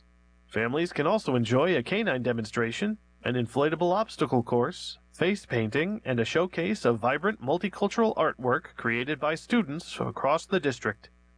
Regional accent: Chicopee, Massachusetts, United States; But growing up in Chicopee, going back down to Willimantic, it was kind of rough back then.

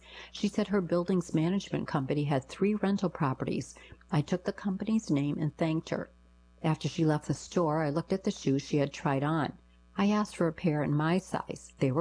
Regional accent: Rego Park, New York, United States; when I was growing up in Rego Park in the 1950s, I used to scour gutters for discarded Bazooka bubblegum comics

